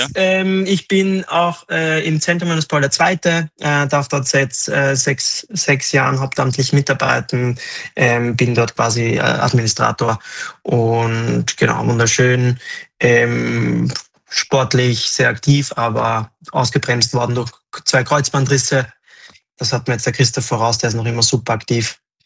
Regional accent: Austria; Wir sind beide Österreicher

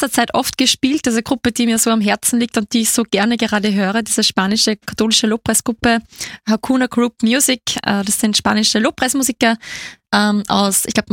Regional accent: Grein, Upper Austria, Austria; Ich bin ja auch aus dem Mühlviertel.

